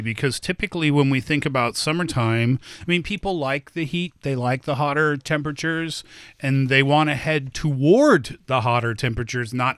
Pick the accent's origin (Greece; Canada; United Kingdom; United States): Canada; See, I made that previous comment as a Canadian.